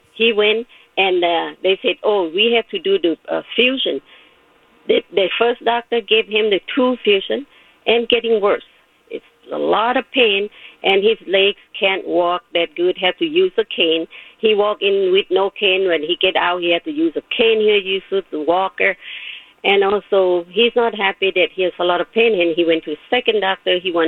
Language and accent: English; Laos; English is a second language; I came from Laos.